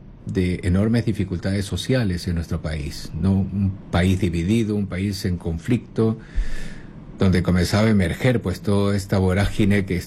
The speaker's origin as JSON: {"language": "Spanish", "country": "Peru", "said": "de nuestra identidad como peruanos."}